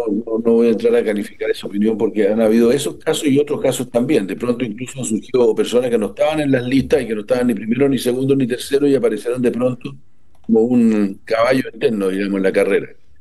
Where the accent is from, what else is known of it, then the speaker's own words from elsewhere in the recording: Chile; Yo estoy como chileno admirado y agradecido de Michelle Bachelet